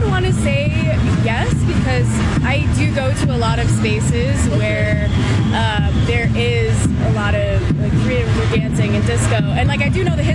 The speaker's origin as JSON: {"language": "English", "region": "New York", "country": "United States", "said": "Like, I'm from New York"}